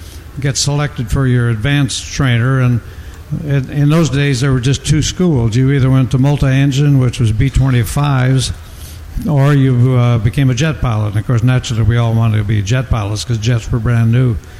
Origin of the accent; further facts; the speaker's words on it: Minnesota, United States; I'm from Minnesota, and I was up in Minneapolis